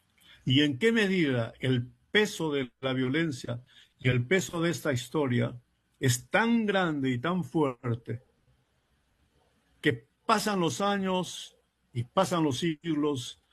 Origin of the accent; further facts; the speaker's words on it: Puquio, Ayacucho, Peru; Los puquianos celebramos a nuestra tierra y todos los andinos en todas partes.